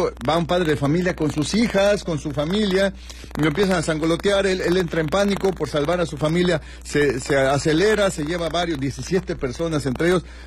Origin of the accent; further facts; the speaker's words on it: Mexico; No me parece correcto que como mexicanos, y esas son las cosas que dan pena de los mexicanos, que así como somos muy buena onda